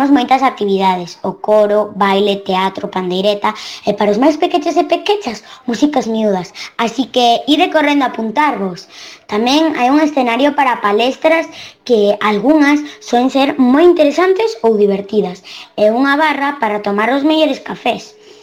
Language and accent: Galician; Ferrol, Galicia, Spain; teño 9 anos e son de Ferrol.